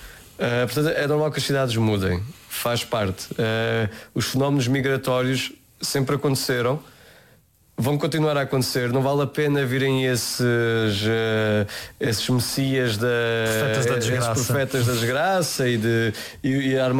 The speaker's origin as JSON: {"language": "Portuguese", "town": "Entroncamento", "region": "Santarém", "country": "Portugal", "tie": "born or raised there"}